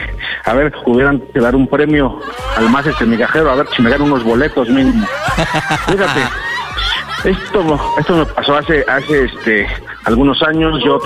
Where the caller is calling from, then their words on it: Mexico City, Mexico; Tengo 35 años y soy de la Ciudad de México.